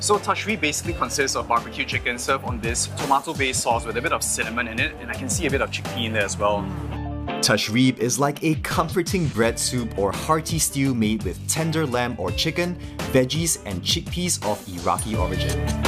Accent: Singapore; But being Singaporean, you know we love our food as much as we love our film.

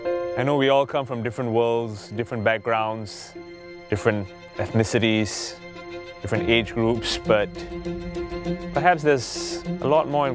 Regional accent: Singapore

